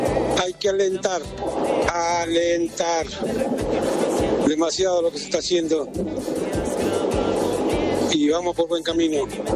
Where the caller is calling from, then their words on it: Coronel Pringles, Buenos Aires Province, Argentina; de Pringles.